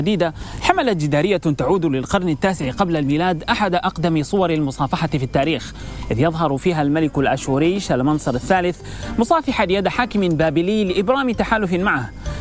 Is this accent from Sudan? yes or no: yes; Sudan; عندنا في السودان